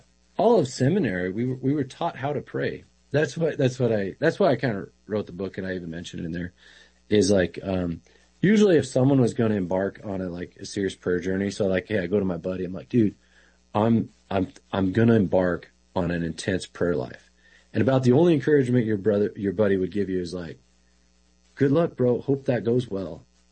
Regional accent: Worland, Wyoming, United States; Dad and Mom with their place back home and Worland.

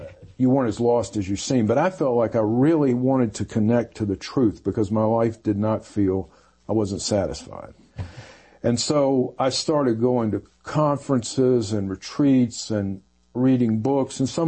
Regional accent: the South, United States; I grew up in the South.

